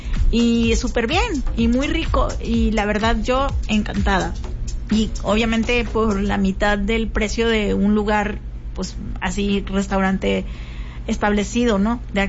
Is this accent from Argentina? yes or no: no; Mexico; para los mexicanos